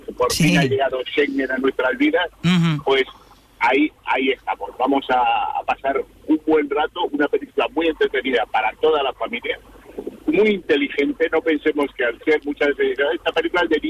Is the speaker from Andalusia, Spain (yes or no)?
yes; Cádiz, Andalusia, Spain; yo creo que somos gaditanos puntuales, españoles puntuales, y ejercemos de tal.